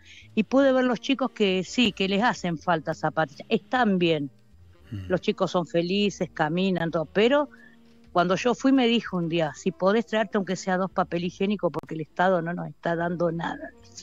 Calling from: Morón, Buenos Aires Province, Argentina; de Morón.

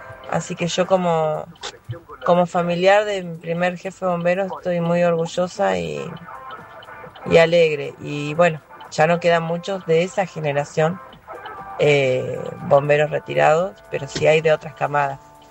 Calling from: Cipolletti, Río Negro, Argentina; de Cipolletti.

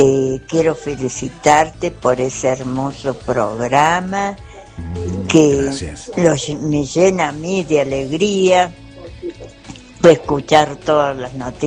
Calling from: San Luis, Argentina; de Capital, de San Luis, barrio Pueblo Nuevo.

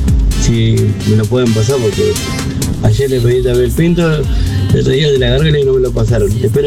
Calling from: Cañada de Gómez, Santa Fe, Argentina; de Cañada Rojín.

